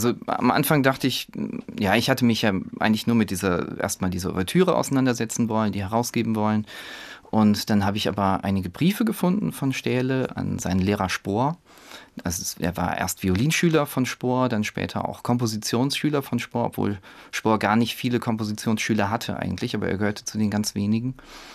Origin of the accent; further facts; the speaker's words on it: Fulda, Hesse, Germany; Da hatten wir in der Schule, also ich komme auch eben aus Fulda.